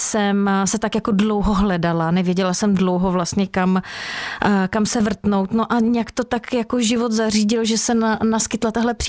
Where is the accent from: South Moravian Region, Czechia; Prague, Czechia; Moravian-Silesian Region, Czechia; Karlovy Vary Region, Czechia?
Karlovy Vary Region, Czechia; Sokolov; born or raised there; also born or lived in Kraslice